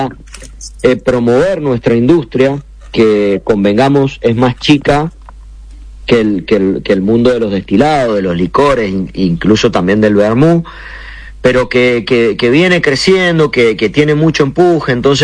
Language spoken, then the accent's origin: Spanish; Mendoza, Argentina